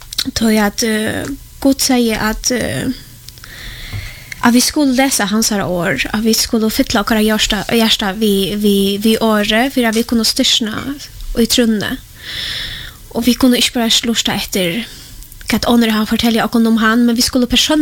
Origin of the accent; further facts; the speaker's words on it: Poland; Swedish is a second language; now in Sweden; att jag var nu hemma i Polen